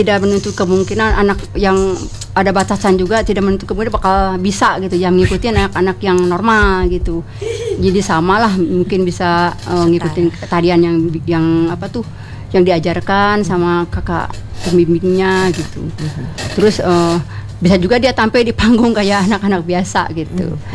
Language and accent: Indonesian; Ciawi, West Java, Indonesia; Bogor asli.